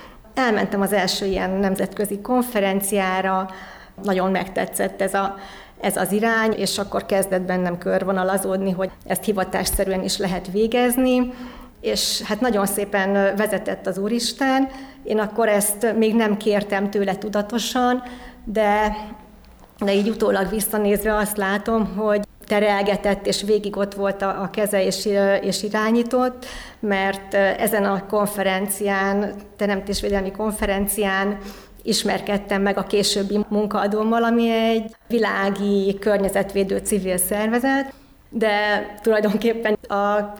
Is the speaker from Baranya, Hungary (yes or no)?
yes; Pécs, Baranya, Hungary; born or raised there; moved away as an adult